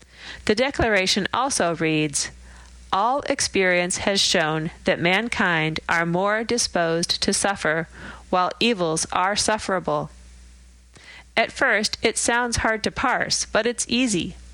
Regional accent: Chicago, Illinois, United States; Growing up in Chicago, I was engulfed in all that action, from Martin Luther King to Farrakhan.

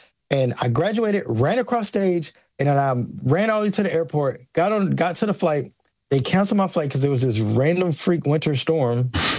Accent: United States

